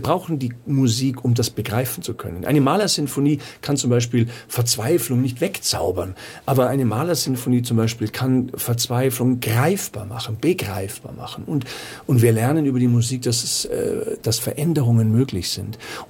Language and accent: German; Munich, Bavaria, Germany; now in Austria